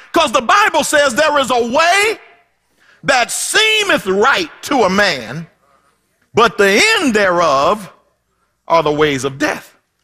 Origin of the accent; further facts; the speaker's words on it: Philadelphia, Pennsylvania, United States; moved away; I grew up in Philly, so I'm always with the Eagles.